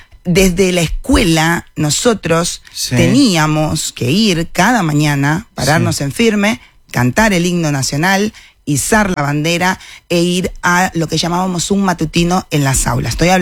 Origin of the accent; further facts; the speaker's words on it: Moa, Holguín, Cuba; now in Uruguay; Pero mi ciudad natal era Moa. Moa es un, digamos, un municipio.